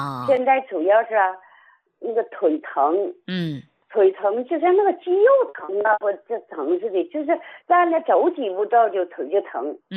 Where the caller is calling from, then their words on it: Changchun, Jilin, China; 我是长春市双阳区的。